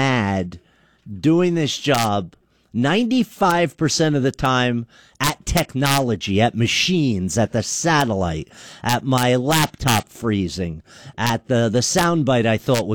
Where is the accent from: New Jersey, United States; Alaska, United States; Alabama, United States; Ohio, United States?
New Jersey, United States; moved away as an adult; I'll go back to where I'm from Jersey